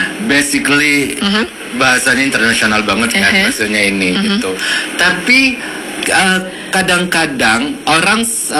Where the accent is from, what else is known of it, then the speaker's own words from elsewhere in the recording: Lampung, Indonesia; aku orang Lampung ya punya I have the dignity gitu. Maksudnya itu hanya identitas yang aku lahirkan dari lahir di Lampung